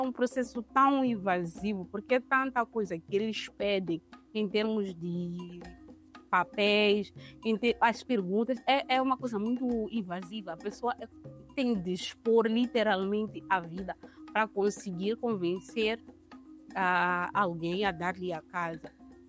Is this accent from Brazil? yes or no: no; Mozambique; now in France; Então, quando digo sou de Moçambique, sim, Moçambique, onde que é? Eu não conheço. Que língua falam? Então, é interessante ser mulher e ser moçambicana a viver na França por causa disso.